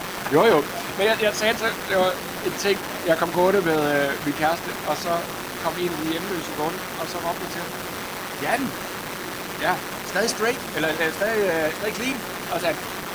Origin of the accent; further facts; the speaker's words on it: Næstved, Zealand, Denmark; now in Copenhagen, Denmark; Jeg er nyt vildt fra Næstved Hovedsæt.